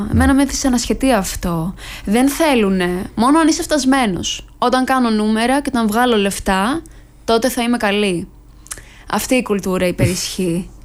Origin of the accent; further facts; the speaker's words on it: Albania; γιατί αυτό είμαστε, είμαι Αλβανίδα, τι να κάνω. Και γουστάρω κιόλας. Και το feedback που έχω πάρει από την ομογένεια είναι το χαίρονται.